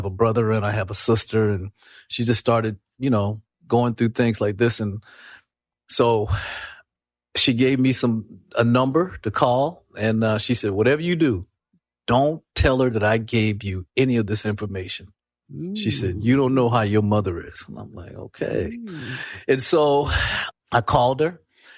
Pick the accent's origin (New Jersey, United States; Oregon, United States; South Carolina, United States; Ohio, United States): South Carolina, United States; now in Little Rock, United States; In my home state, South Carolina, around family and everything.